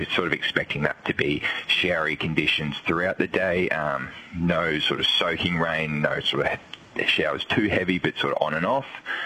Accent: Sale, North West England, United Kingdom; I grew up in Sale, so I was born a little bit close to Trelgram, but went to school in Sale.

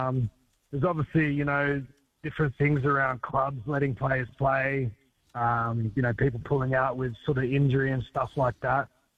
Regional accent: Australia

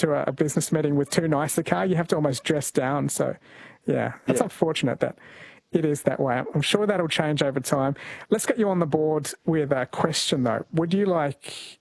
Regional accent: India; And same thing, I'm originally from India.

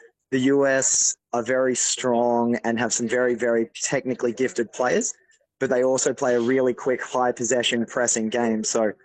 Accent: Australia; I'm always wearing a Socceroos jersey or something vaguely Australian related to really show where we are, that the Aussies and the Socceroos fans are out in force

